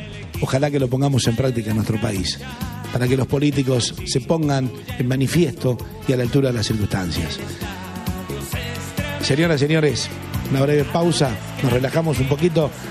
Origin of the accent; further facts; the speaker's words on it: Argentina; porque somos argentinos, somos pasión y en estado puro.